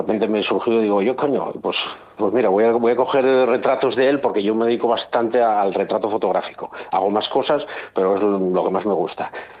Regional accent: Avilés, Asturias, Spain; nosotros somos de Avilés

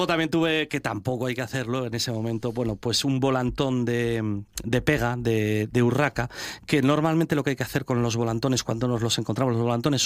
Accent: Oviedo, Asturias, Spain; en mi barrio de Vallovín, ¿no? En mi barrio natal, antes de marchar a otro lugar que también visitamos en la serie, donde mira, también me crió a partir de los 11 años, que es Caces, a la ribera del Nalón.

